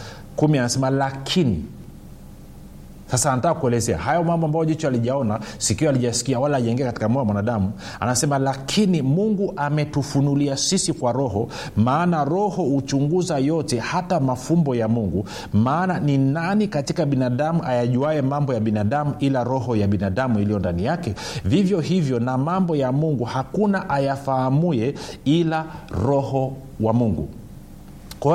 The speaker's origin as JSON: {"language": "Swahili", "town": "Monduli", "region": "Arusha", "country": "Tanzania", "tie": "born or raised there", "moved": "yes", "said": "mimi nilikulia sehemu wanaita Monduli."}